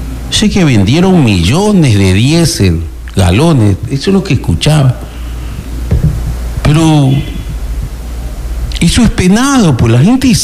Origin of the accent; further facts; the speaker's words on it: Manabí, Ecuador; moved away; yo soy de Juntas del Pacífico, y lo digo sin ningún empacho. Y lo reconozco. Yo siempre añoro mi tierra y voy.